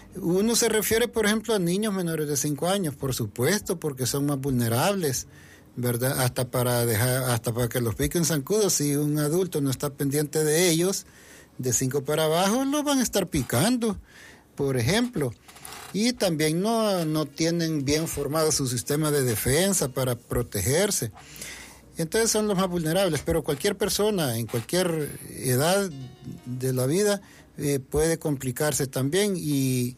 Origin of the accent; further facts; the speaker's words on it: El Salvador; nosotros como sociedad, digamos, acá salvadoreña